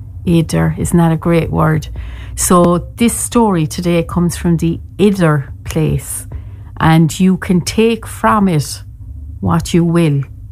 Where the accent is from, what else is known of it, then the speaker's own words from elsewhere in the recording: Cork, Munster, Ireland; Hello everybody … I am the storyteller from Cork and I'm in studio this week with Sean